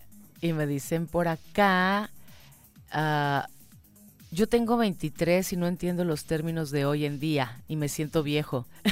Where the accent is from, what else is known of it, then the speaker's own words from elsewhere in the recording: Mexico; Bueno, vamos a tema que la verdad a mí me dio muchísimo gusto como mexicanos.